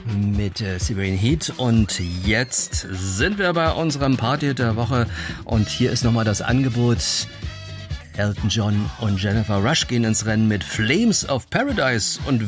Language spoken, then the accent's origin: German; Brandenburg, Germany; Ich bin es gewöhnt, im Spreewald aufgewachsen.